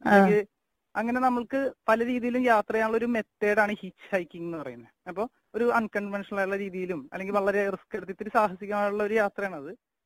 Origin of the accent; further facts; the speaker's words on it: Kochi, Kerala, India; born there; അങ്ങനെ ഇപ്പൊ ഞാൻ ഇവിടെ എറണാകുളത്ത് നെട്ടൂരാണ്, അതായത് തറവാട് കൊച്ചിയിലായിരുന്നു. 2007 മുതൽ നെട്ടൂരേക്ക് വരുമ്പോ